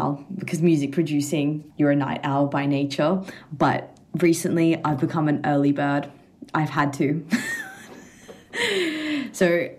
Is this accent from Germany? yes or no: no; Australia; accent: Australian; And as soon as I hear him, I'm back into my true Australian accent.